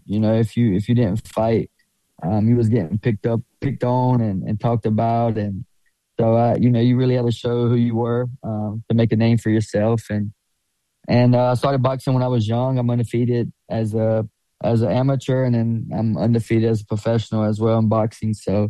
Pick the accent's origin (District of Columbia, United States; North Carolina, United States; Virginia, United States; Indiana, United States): North Carolina, United States; Pembroke; I grew up in Pembroke, North Carolina. It's pretty rough. It's still rough. You know, it's a place where everybody knows everybody.